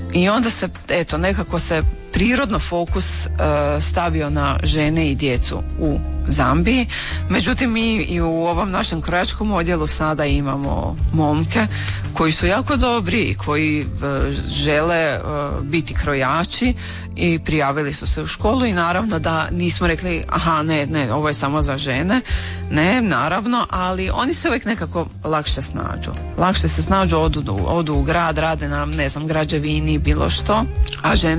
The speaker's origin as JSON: {"language": "Croatian", "town": "Osijek", "region": "Osijek-Baranja County", "country": "Croatia", "said": "i mi smo iz Osijeka"}